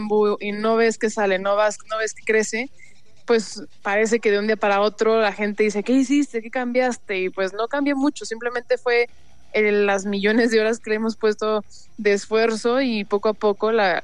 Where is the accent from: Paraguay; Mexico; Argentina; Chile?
Mexico; como mexicanos y como latinos